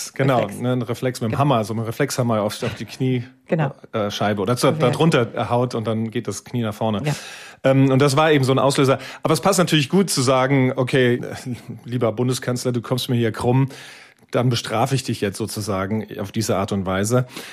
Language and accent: German; Wiesbaden, Hesse, Germany; In Wiesbaden, meiner Heimatstadt, sitzt die NSA mit einer riesigen Zentrale und viele Soldaten auch.